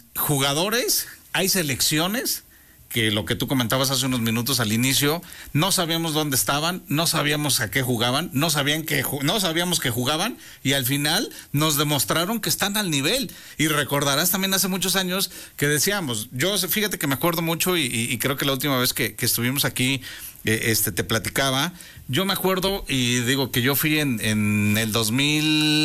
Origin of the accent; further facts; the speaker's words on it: Mexico; o sea, obviamente digo, no, somos mexicanos